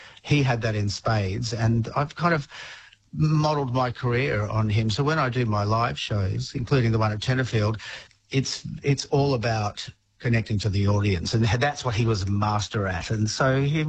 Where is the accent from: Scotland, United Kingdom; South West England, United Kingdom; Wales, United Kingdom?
Scotland, United Kingdom; Perth; My mum got some tickets given to her by a friend at the box office at the Perth Concert Hall, because we're from Perth